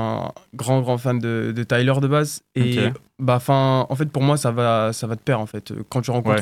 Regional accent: Montpellier, Occitanie, France; moi je viens de Montpellier même.

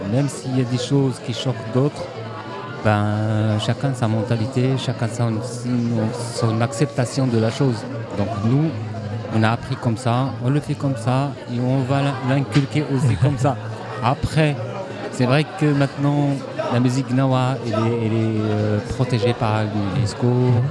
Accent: Morocco; en tant que Marocain, on va dire qu'on est ouvert à toutes les cultures.

